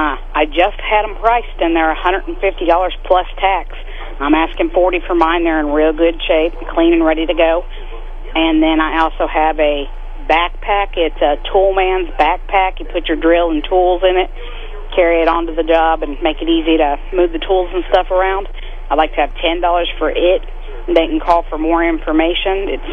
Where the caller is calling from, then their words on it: Marshall, Missouri, United States; Hi, I'm calling from Marshall.